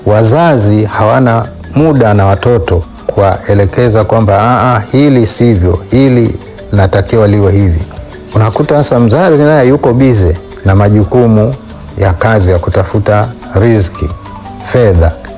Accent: Same, Kilimanjaro, Tanzania; moved away; Kijijini kwetu tuna nyumba yetu Same kule

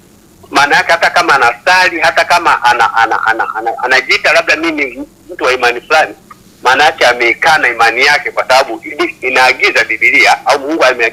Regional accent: Dodoma, Tanzania; ninatoka mkoa wa Dodoma.

